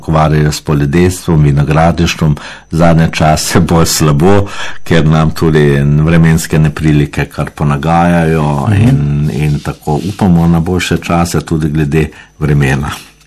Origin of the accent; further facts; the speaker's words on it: Pišece, Lower Sava, Slovenia; prihajamo iz Pešec